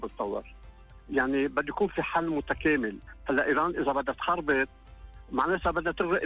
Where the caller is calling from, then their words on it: Lebanon; نحن لبنانيه